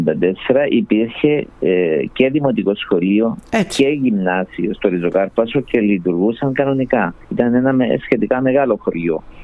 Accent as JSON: {"language": "Greek", "town": "Katokopia", "region": "Nicosia District", "country": "Cyprus", "tie": "born or raised there", "said": "εγώ κατάγομαι και εγώ από τα κατεχόμενα, και υπήρξα κοινοτάρχης του κατεχόμενου χωριού μου, λέγεται Κατοκοπιά στην περιοχή Μόρφου"}